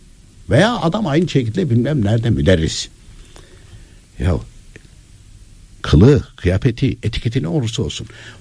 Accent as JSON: {"language": "Turkish", "region": "Konya", "country": "Turkey", "said": "Mesela daha önce yıllardır Türkiye Gazetesi ve TGRT'e anlata ben de kendim Konyalıyım."}